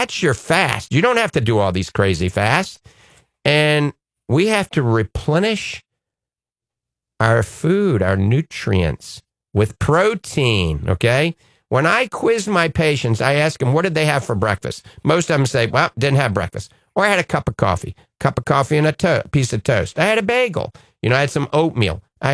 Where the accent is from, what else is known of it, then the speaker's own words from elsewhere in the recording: New Orleans, Louisiana, United States; I used to eat shrimp every day growing up in New Orleans.